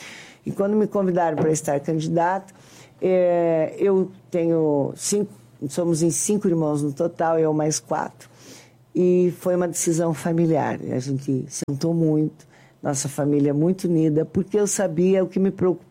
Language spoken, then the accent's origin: Portuguese; São José dos Pinhais, Paraná, Brazil; born there; Eu nasci, moro em São José dos Pinhais